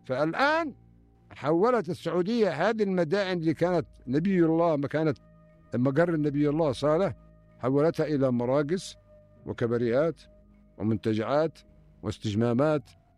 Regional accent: Yemen; عندنا في اليمن

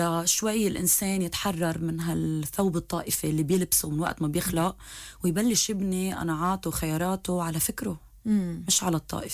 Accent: Beirut, Beirut Governorate, Lebanon; أنا بنت بيروت

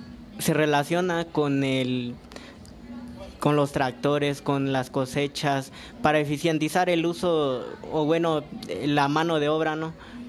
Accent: Metlatonoc, Guerrero, Mexico; first language Mixtec; Spanish is a second language; moved away as an adult

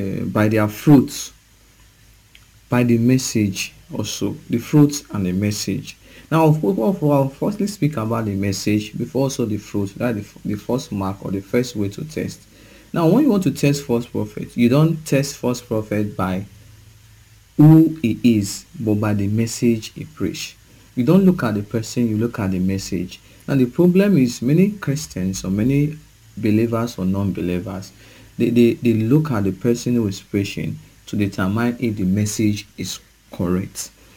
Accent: Nigeria; as a Nigerian person

